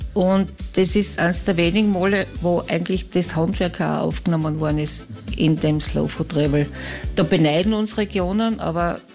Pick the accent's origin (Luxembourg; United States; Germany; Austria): Austria; Knittelfeld, Styria; Aus Knittelfeld.